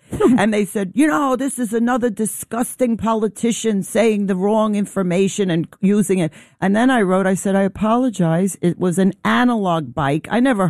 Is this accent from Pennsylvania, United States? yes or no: no; New York City, New York, United States; I love that I was born in Brooklyn.